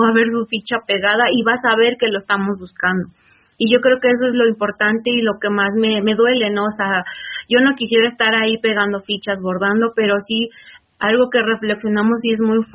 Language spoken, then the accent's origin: Spanish; Ecatepec, State of Mexico, Mexico; Originarios de aquí del Estado de México, soy de aquí de Catepec, Estado de México.